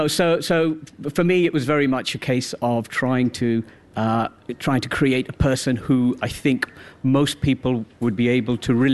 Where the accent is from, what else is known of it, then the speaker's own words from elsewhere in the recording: United Kingdom; as a British Asian, who grew up watching James Bond with my dad in particular.